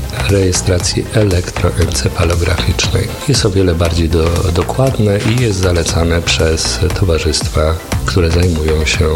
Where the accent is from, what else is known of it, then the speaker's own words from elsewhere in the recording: Warsaw, Masovian Voivodeship, Poland; born there; Urodziłem się w Warszawie, studia skończyłem w Warszawie, pracuję.